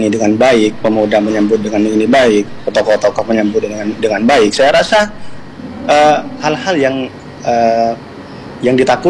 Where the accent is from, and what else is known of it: Madura, East Java, Indonesia